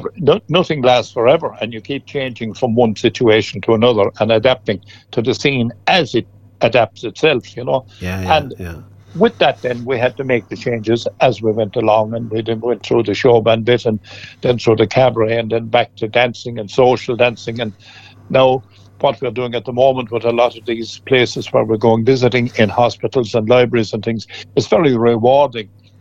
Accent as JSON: {"language": "English", "country": "Ireland", "tie": "born there", "said": "I was born out in the Front Strand"}